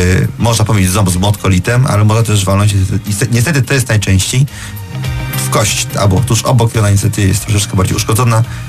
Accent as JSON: {"language": "Polish", "town": "Łódź", "region": "Łódź Voivodeship", "country": "Poland", "said": "skąd jestem, czyli z Łodzi"}